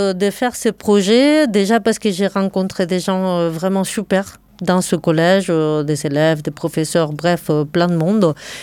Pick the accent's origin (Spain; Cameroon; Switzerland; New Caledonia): Spain; French is a second language; now in Rennes, France; je suis d'origine espagnole et j'ai une histoire d'émigration. Le français, ce n'est pas ma langue première, alors qu'ici, je dois parler le français tout le temps. Et on va me dire tout le temps que j'ai un accent très charmant